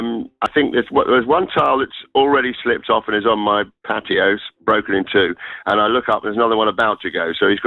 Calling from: Epsom, South East England, United Kingdom; I'm calling from Epsom.

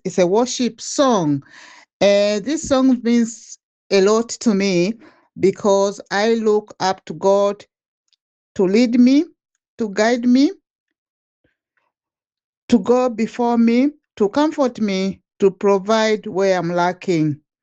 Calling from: Edinburgh, Scotland, United Kingdom; I'm calling from Edinburgh.

